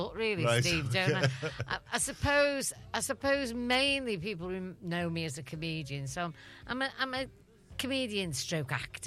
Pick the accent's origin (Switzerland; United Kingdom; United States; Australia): United Kingdom; Birkenhead, North West England; moved away as an adult; now in Liverpool, United Kingdom; Yeah, Birkenhead girl, born and bred. And always think of that as my town, but I've always yeah. thought of it, of Liverpool as my city, because yeah. when I left school, I worked in Liverpool.